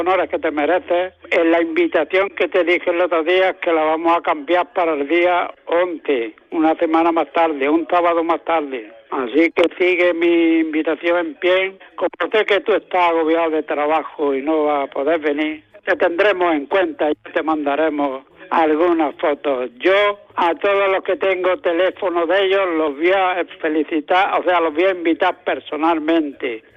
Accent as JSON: {"language": "Spanish", "town": "Almuñécar", "region": "Andalusia", "country": "Spain", "said": "de Almuñécar, gerente de la Peña El Aguacate."}